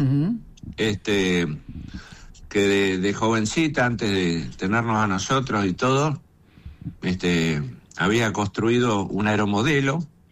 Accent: Morón, Buenos Aires Province, Argentina; born there; Yo nací en Morón.

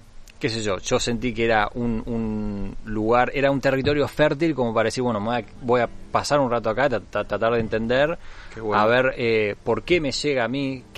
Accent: Buenos Aires Province, Argentina; yo me crié, digamos, mi vida en Argentina, me crié entre, bueno, en zona norte, entre Bécar y Tigre, ¿no? Okay. Donde está el Delta. O sea, okay, yo estuve mucho tiempo al lado del Delta y pasando mucho tiempo ahí.

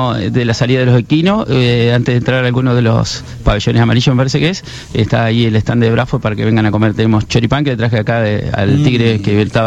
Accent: Viale, Entre Ríos, Argentina; en Viale está el Tommy Chancalay, que jugó, es de mi pueblo.

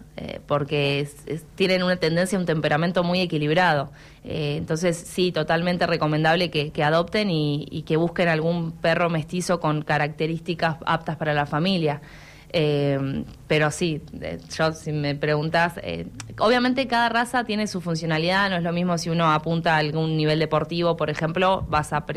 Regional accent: Trelew, Chubut, Argentina; Yo soy nacida y criada acá en Trelew

